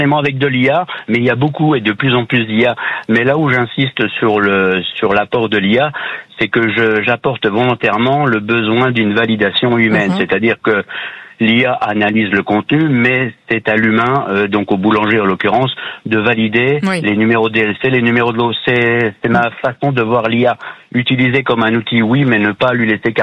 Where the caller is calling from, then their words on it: Thaon-les-Vosges, Grand Est, France; j'appelle de Thaon-les-Vosges, dans les Vosges.